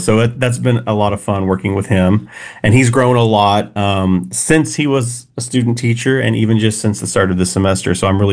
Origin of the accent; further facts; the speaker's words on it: Sapulpa, Oklahoma, United States; he is from Oklahoma originally and grew up in the same hometown where I grew up in Sepulpa, Oklahoma.